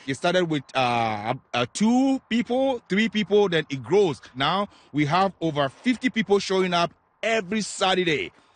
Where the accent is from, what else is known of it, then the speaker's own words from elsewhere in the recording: Ghana; now in Brampton, Canada; Growing up in Ghana, this is how it started. We play anything round, like anything round you could get, because back then we don't have opportunity to get like a soccer ball, right?